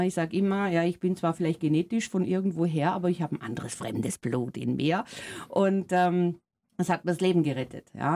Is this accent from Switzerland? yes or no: no; Carinthia, Austria; born there; moved away as an adult; also born or lived in Germany; Ich bin gebürtige Österreicherin, also ich hoffe, alle Österreicher sehen es mir jetzt ein bisschen nach, dass ich meinen Dialekt nicht verlernt habe. Es kommt immer so ein bisschen durch, aber ich war 27 Jahre jetzt in Deutschland